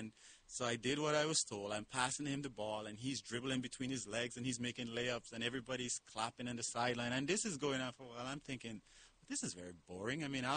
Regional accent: Canouan, Grenadines, St. Vincent & Grenadines; I went to, when I grew up in Canawan, which is, I told you, 3 miles and about 500 people.

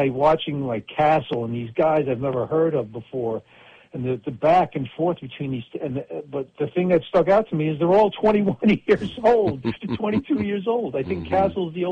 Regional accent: Canada; obviously I'm a Canadian

